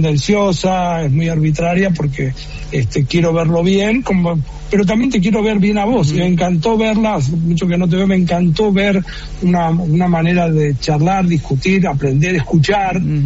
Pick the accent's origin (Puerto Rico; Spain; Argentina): Argentina; Los argentinos no somos así